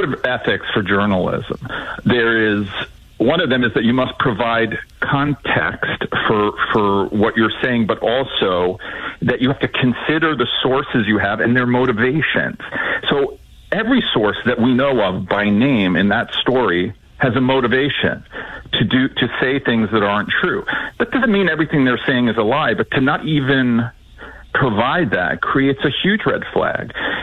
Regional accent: United States; because I'm Jew and because I'm an American, but also because I'm a journalist

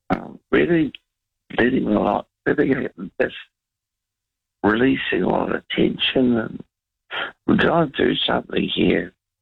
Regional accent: Kaitaia, Northland, New Zealand; I came from Kaitaia, actually. I went up to Kaitaia for work, started a new life, running out of petrol outside of a police station.

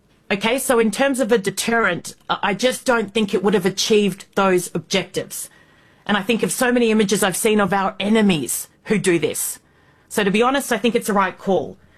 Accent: Australia; Yes, I'm an Aussie. I need you at the top of your game, or my country's screwed.

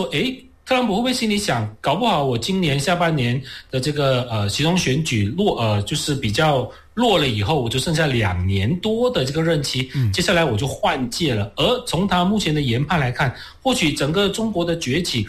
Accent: Malaysia; 这涉及到我们马来西亚华人在当下的族群局势跟族群政治的这样的一种考量。

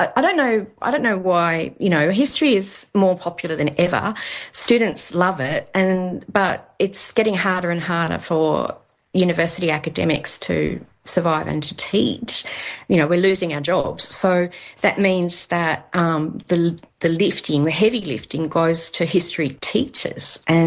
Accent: Tasmania, Australia; I was raised in Tasmania

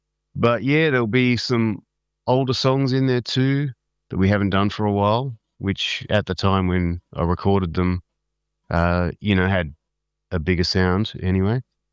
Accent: Adelaide, South Australia, Australia; Then my hometown, Adelaide, at the Governor Hindmarsh on the 28th of November.

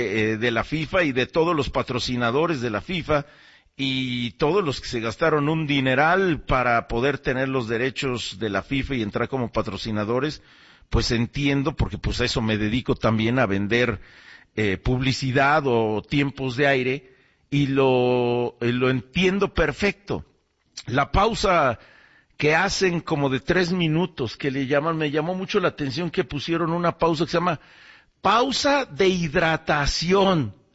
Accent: Mexico; todos somos mexicanos

